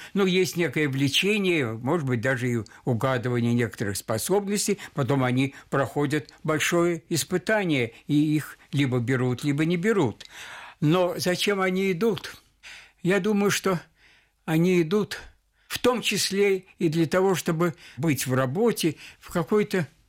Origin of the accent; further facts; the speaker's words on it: Moscow, Russia; born there; Я родился в Москве.